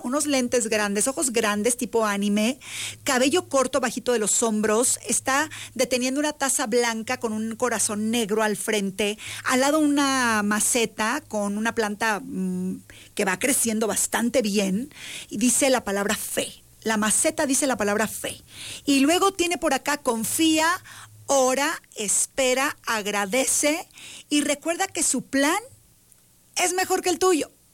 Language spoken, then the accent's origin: Spanish; Tamaulipas, Mexico; Yo soy de Tamaulipas, ustedes lo saben